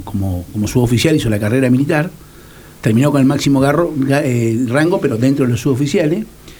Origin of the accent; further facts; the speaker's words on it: Chaco, Argentina; yo soy chaqueño de nacimiento